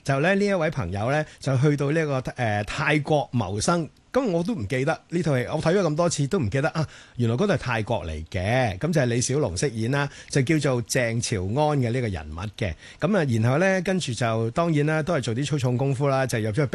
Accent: Hong Kong; 我记得我以前喺外国读书嘅时候咧，一去到外国任何一个外国地方啊，啲人问你喺边度嚟噶，我香港，

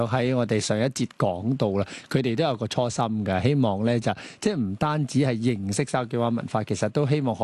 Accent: Hong Kong; 我們自己在香港都土生土長

